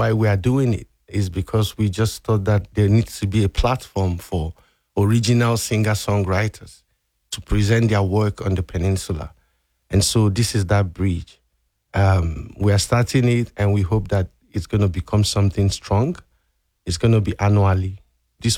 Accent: Onitsha, Anambra, Nigeria; I lived in a town that was in the east of Nigeria, Onitsha.

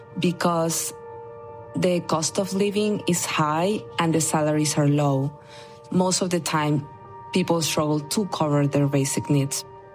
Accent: Caracas, Capital District, Venezuela; moved away as an adult; now in New York, United States; I'm from Caracas, Venezuela, and I left Venezuela when I was 21 years old. I live in New York

